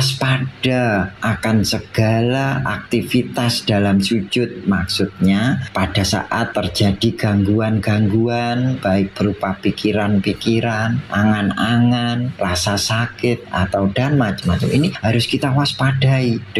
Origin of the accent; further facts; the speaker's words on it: Java, Indonesia; khususnya kita orang Jawa